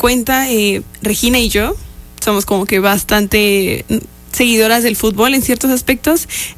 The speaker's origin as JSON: {"language": "Spanish", "country": "Mexico", "said": "somos mexicanos"}